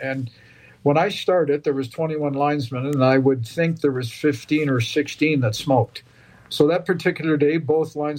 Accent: Canada; People know that I was from Canada.

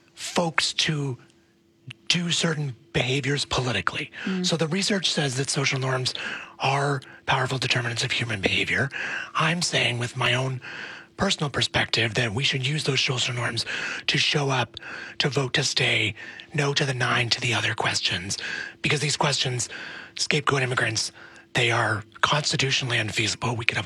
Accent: Alberta, Canada; I'm a Canadian, I'm an Albertan

